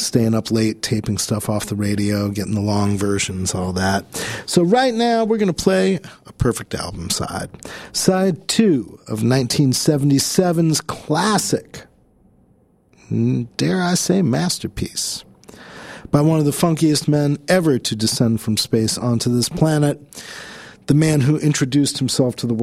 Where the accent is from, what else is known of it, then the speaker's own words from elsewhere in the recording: New York, United States; I really loved listening to the radio as a kid, growing up in New York, listening to WPLJ FM and then WNEW